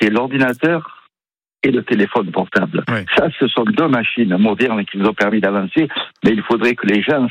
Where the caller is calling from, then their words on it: France; je suis français, j'adore ma France.